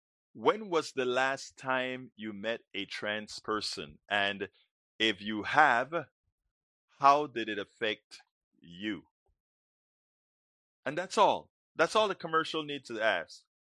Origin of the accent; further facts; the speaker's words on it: Panama; I'm from a Caribbean Latino family, right? I'm from Panama.